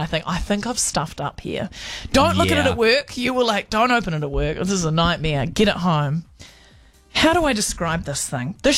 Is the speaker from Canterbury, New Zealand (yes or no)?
no; Wellington, New Zealand; I grew up in Wellington.